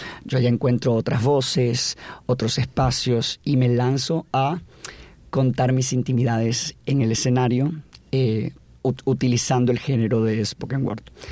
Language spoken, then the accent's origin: Spanish; Buenos Aires, Argentina; Es un pequeño mundo muy complejo en sí mismo, que en el que crecí en Buenos Aires.